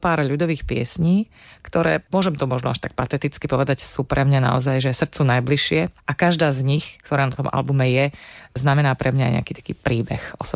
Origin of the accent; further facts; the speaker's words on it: Pezinok, Bratislava Region, Slovakia; pochádzam zo západného Slovenska, z takej oblasti, ktorá možno folklórne nie je až taká silná, taká známa, z takej malokarpatskej, niekedy samostatnej dediny, dnes je to súčasť Pezinka, volá sa to Grinava. Mám aj po predkoch takéže nemecké korene